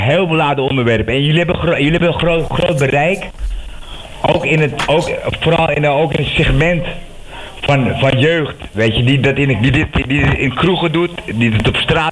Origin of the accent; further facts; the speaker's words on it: Turkey; Ik ben Turk. Ik ben Turk voor Turk.